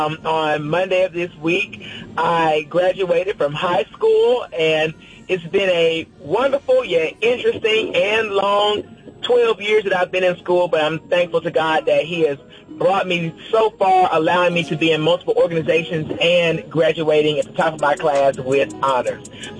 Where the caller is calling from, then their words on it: Tuscaloosa, Alabama, United States; I'm calling from Tuscaloosa, Alabama.